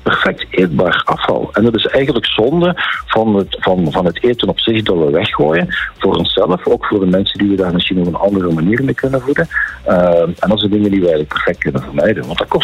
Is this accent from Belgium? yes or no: yes; Flanders, Belgium; Maar wij gooien vandaag als Limburgers en als Vlamingen nog veel te veel restafval weg in onze huisvuilzak.